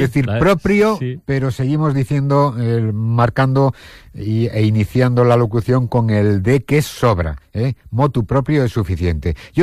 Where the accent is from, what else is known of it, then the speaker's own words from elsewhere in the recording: Palencia, Castile and León, Spain; esa carga que llevamos todos los palentinos desde que nacemos, tener que decir que somos de Palencia con P.